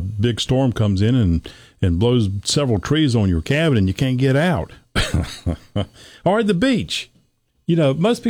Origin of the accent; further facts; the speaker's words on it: Norfolk, Virginia, United States; I grew up in Norfolk, which is not that far from the beach.